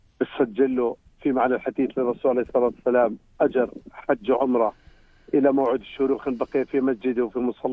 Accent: Aqaba, Aqaba Governorate, Jordan; يعني مثلا 6:45 عندنا في العقبة

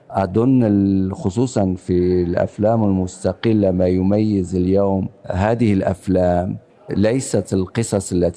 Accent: Morocco; أنا منتج من المغرب، أعمل ما بين المغرب وفرنسا، أنتج تقريبا منذ 20 سنة

